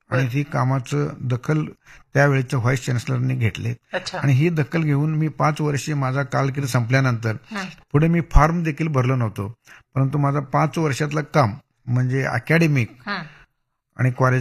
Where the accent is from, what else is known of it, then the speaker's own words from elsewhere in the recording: Tikondi, Maharashtra, India; moved away; also born or lived in Jath; माझा जन्मगावी तिकोंडी येते